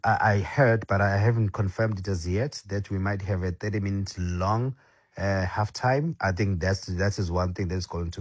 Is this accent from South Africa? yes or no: yes; South Africa; as a South African that loves football